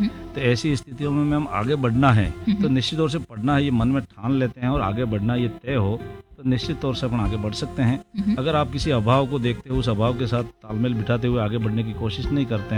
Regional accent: Dungarpur district, Rajasthan, India; now in Banswara, India; मेरा गांव नौगांवा है, जो डूंगरपुर जिले में है।

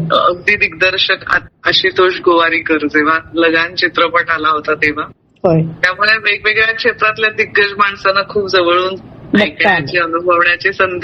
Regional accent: Thane, Maharashtra, India; now in Pune, India; माझं बालपण ठाण्यात गेलं.

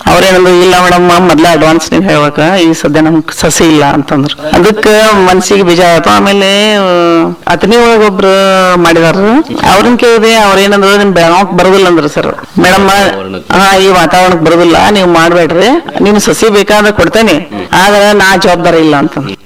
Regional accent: Metal, Karnataka, India; ನಮ್ಮ ಊರು ಮೇಟಾಲ್, ಮೇಟಾಲ್ ಗ್ರಾಮದ ವಾಸಿ ಇರುತ್ತೇನೆ.

